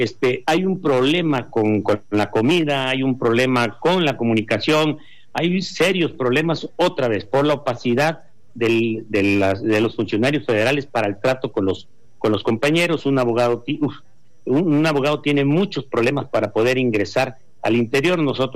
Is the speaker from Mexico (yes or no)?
yes; Mexico